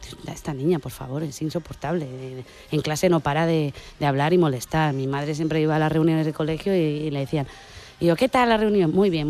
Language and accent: Spanish; Burgos, Castile and León, Spain; soy de Burgos, que... Porque, joder, es algo que es característico mío. Soy lo que soy porque me he criado en Burgos, mi familia es de Burgos, mi entorno es de Burgos, o sea, todo, o sea, mis antepasados son de Atapuerca